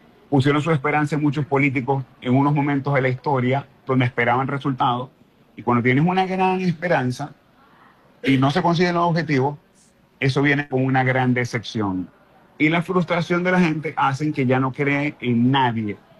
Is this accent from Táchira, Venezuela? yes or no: no; Maracaibo, Zulia, Venezuela; moved away as an adult; now in Houston, United States; yo soy un tipo que mide 1,93, que soy maracucho, que hablo duro